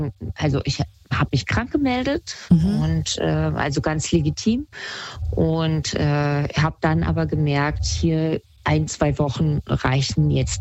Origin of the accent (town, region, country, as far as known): Kassel, Hesse, Germany; moved away